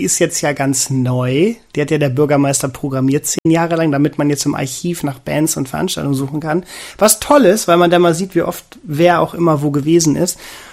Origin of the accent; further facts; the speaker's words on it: Northern Germany, Germany; wir sind aus Norddeutschland.